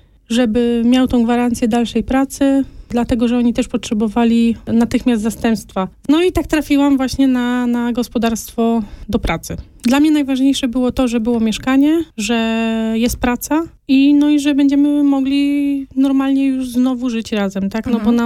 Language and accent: Polish; Toruń, Kuyavian-Pomeranian Voivodeship, Poland; moved away as an adult; Jestem z wykształcenia florystą. Jestem z Torunia. Prowadziłam, no, rok, półtora swoją kwiaciarnię w Toruniu.